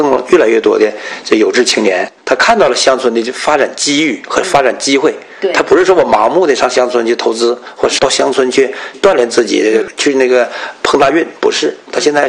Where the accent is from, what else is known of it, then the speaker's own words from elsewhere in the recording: Jilin, China; 我们吉林